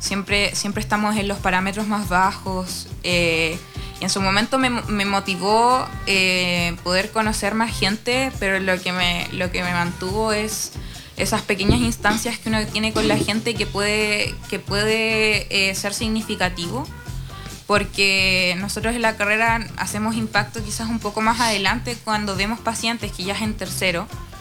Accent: Temuco, Araucanía, Chile; Yo soy de acá, de la región, yo soy de Temuco

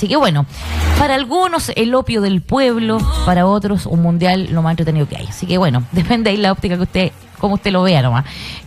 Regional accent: Chile

